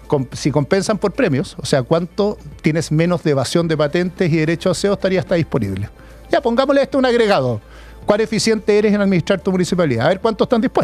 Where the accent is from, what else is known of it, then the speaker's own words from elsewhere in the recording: Las Condes, Santiago Metropolitan Region, Chile; yo me crié en Las Condes, en la parte pobre de Las Condes. Color 9000, Santa Cita 92274, esa era mi casa. Estudié en un liceo público de Las Condes.